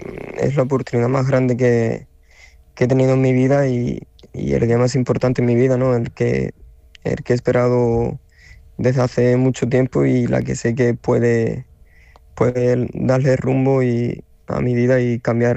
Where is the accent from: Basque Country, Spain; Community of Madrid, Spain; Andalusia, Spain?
Andalusia, Spain; now in France; La gente de aquí se creen que soy de Francia y los de Francia saben que soy andaluz.